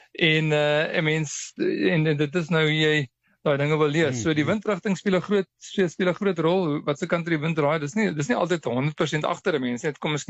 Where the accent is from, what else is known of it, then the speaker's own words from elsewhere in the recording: Fish Hoek, Western Cape, South Africa; ons is van Visoek af, ons sê altyd die wind is gebode in Visoek.